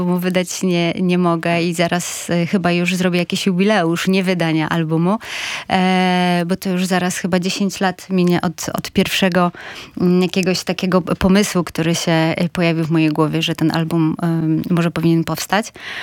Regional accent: Gdańsk, Pomeranian Voivodeship, Poland; ja, gdańszczanka z dziada pradziada

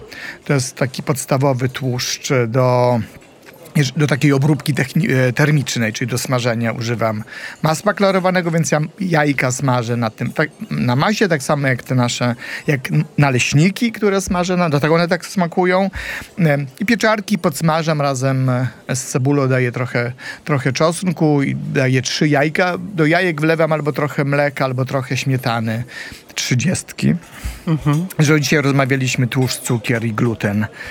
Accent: Grajewo, Podlaskie Voivodeship, Poland; Ja pochodzę, jak państwo wiecie, a jak nie wiecie, to się dowiecie, ja pochodzę z Podlasia, czyli z Grajewa, czyli tam, gdzie robią te mleko łaciate i te masło łaciate

